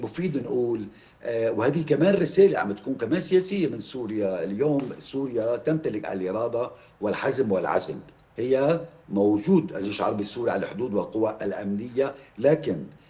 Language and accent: Arabic; Lebanon; ونحن طبعا كلبنانيين يعني الشعب اللبناني